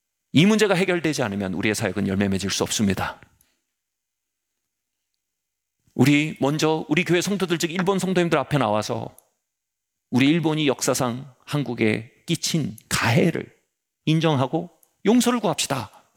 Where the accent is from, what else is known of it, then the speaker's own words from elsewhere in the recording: South Korea; 나는 한국에서 온 대학생입니다.